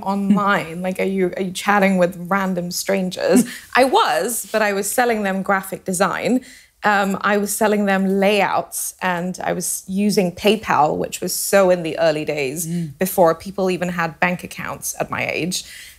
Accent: Singapore; moved away as an adult; also born or lived in Rajasthan, India; now in London, United Kingdom; I was born in Rajasthan in India, which is the desert state where a lot of amazing textiles are made and produced and also discarded off into. And then I grew up in Singapore, which is the urban jungle, you know, very much a merit-based society.

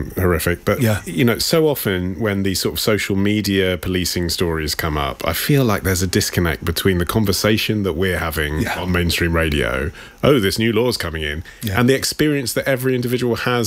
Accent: East of England, United Kingdom; I'm from North Hertfordshire

